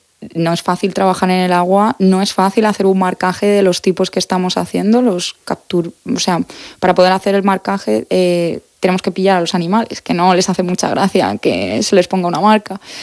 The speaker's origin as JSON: {"language": "Spanish", "region": "Region of Murcia", "country": "Spain", "said": "aquí al ladito, en mi tierra"}